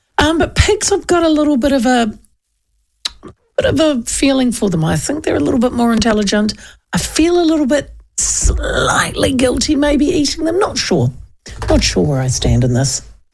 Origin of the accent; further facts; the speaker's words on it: Hastings, Hawke's Bay, New Zealand; I used to have a pig farm down the road, actually, where I grew up in Hastings.